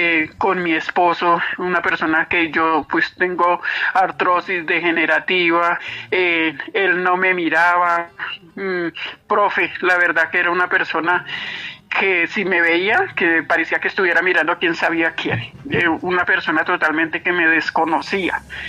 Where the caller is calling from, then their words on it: Duitama, Boyacá, Colombia; lo estoy llamando de Duitama, Boyacá, lo visité en Sogamoso, su merced.